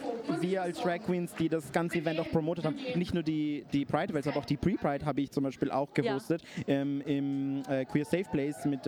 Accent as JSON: {"language": "German", "region": "Lower Austria", "country": "Austria", "moved": "yes", "lives_now": "Linz, Austria", "said": "Tatsächlich aus Niederösterreich"}